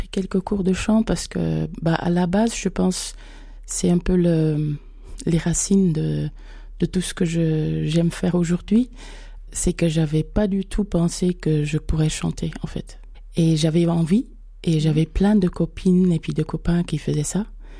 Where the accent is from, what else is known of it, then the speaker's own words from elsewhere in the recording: Amsterdam, North Holland, Netherlands; now in Franche-Comté, France; J'ai grandi surtout avec ma mère à Amsterdam.